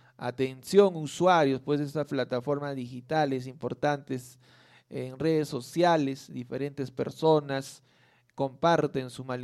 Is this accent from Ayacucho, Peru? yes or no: yes; Ayacucho, Peru